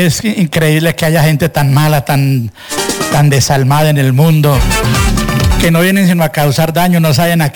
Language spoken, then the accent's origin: Spanish; Tolima, Colombia; mi gente del Tolima